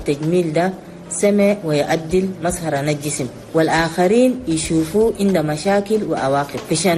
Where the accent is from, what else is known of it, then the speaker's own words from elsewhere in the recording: Chad; ده شنو أوضاعك عنين عندنا في تشاد